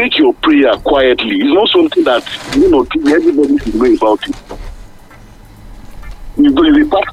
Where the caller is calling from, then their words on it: Nigeria; I'm calling from Otija.